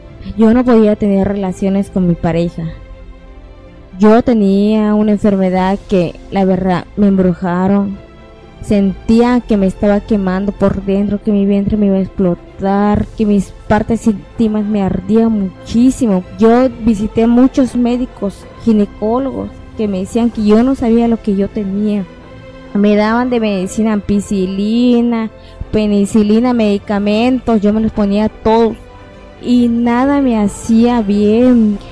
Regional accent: Chetumal, Quintana Roo, Mexico; Yo soy de Chetumal y trabajo en el mercado.

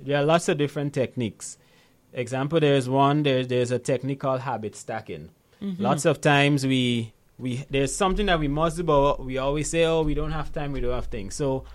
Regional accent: Ghana; born there; I remember when I just moved back to Ghana in 2016, right? I was born in Ghana, by the way.

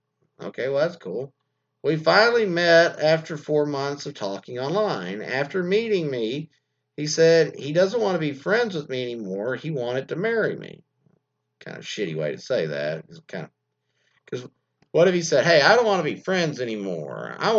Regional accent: United States; now in United Kingdom; asked me where in the U.S. I was from because she recognized my accent, which shocked me because I didn't recognize hers.

